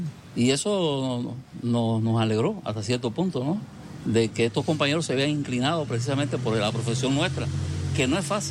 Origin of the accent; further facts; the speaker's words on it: Cuba; moved away as an adult; Nosotros, cuando salimos de Cuba para acá, veníamos pensando, ¿no?